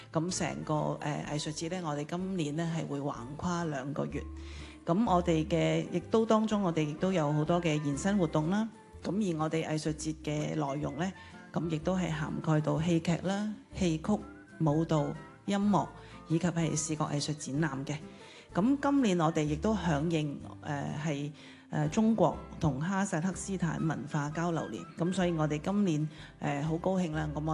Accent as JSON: {"language": "Cantonese", "country": "Macau"}